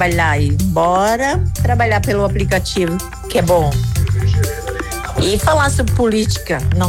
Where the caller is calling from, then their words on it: Guaramirim, Santa Catarina, Brazil; de Guaramirim. Aqui …, tá?